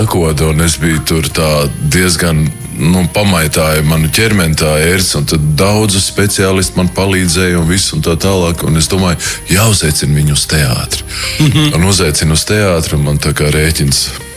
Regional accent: Latgale, Latvia; es jau tā esmu pa pusē latgalietis, no tā puses esmu latgalietis, un tāpēc... Man ļoti patīk dzidra, skaidra un tiešām tāda latgaliešu valoda, kādu es esmu dzirdējis bērnībā un kādu es pats runāju.

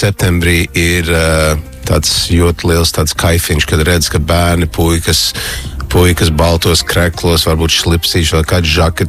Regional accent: Toronto, Ontario, Canada; now in Latvia; Pirmajā klasē es biju Toronto

